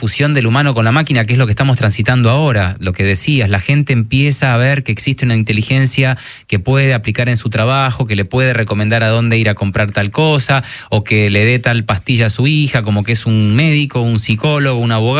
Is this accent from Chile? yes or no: no; Argentina; accent: Argentine; muy el argentino como que se nota, pero sí afuera se dan cuenta que soy